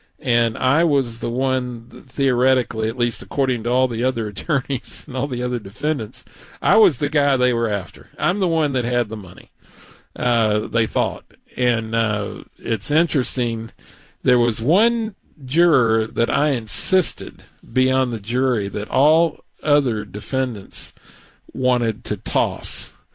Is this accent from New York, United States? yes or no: no; Texas, United States; I'm from Texas, so I can say it that way.